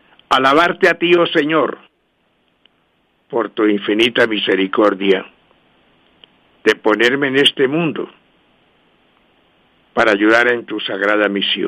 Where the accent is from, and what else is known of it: Colombia